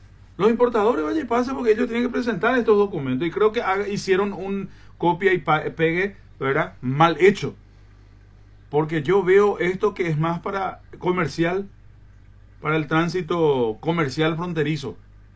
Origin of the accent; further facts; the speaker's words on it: Paraguay; Yo que soy paraguayo